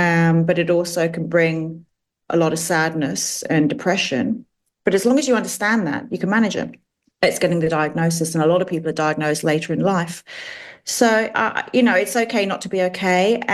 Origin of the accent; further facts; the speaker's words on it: London, United Kingdom; When we were growing up in London, he lived in France.